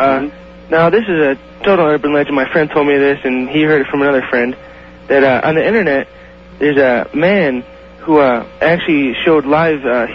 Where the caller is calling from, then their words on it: Flagstaff, Arizona, United States; from Flagstaff, Arizona.